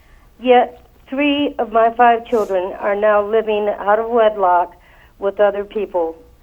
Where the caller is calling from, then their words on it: Spokane, Washington, United States; Spokane, Washington.